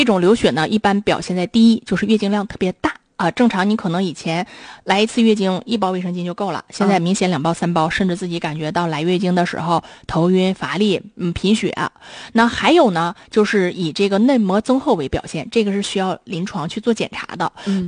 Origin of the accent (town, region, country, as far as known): China